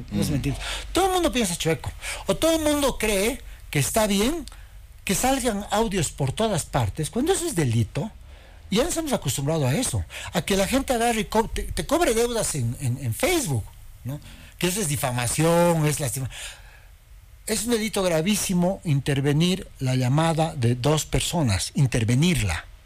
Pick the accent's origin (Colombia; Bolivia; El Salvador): Bolivia; Ha cambiado los valores que teníamos como bolivianos.